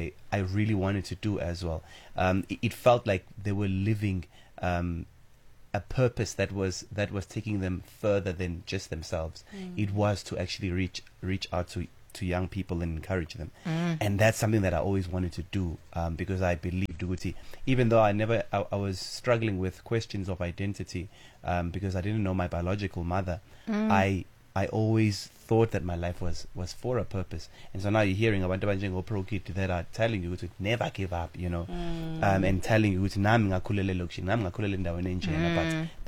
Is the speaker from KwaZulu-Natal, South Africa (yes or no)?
yes; Greytown, KwaZulu-Natal, South Africa; also born or lived in Pietermaritzburg; I was born in Pietermaritzburg and then adopted in Greytown. That's where I was raised.